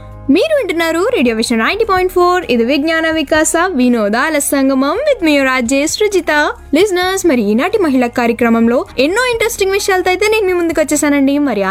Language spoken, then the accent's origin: Telugu; Machilipatnam, Andhra Pradesh, India; now in Chennai, India; మాది మచిలీపట్నం. 3 దశాబ్దాల క్రితమే మా పూర్వీకులు చెన్నైలో స్థిరపడ్డారు.